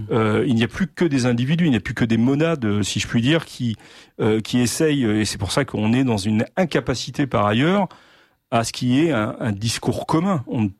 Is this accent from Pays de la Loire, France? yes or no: no; Normandy, France